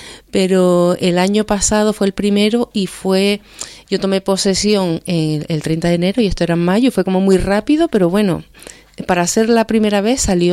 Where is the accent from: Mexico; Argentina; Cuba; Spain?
Spain; Canary Islands; deberíamos vivirlo como canarios